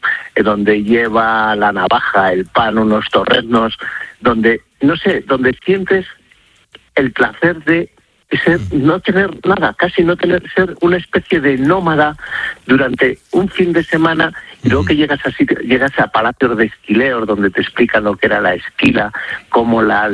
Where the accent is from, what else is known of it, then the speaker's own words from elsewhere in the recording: Castile and León, Spain; ¿cómo no lo voy a conocer si es mi tierra? Si es que yo me crié tirando cantos a los del pueblo de arriba, a los de Nueva Sequilla, y los de la Lastra me